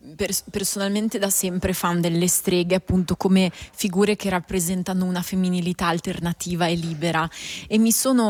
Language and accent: Italian; Italy; dalle mie parti, appunto, quindi nella zona nord-est d'Italia